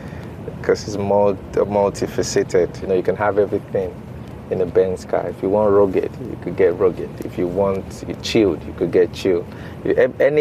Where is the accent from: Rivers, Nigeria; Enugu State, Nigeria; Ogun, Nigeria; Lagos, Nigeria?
Lagos, Nigeria; Mushin; That's interesting, because I grew up in Mushin around those places where they sell cassettes.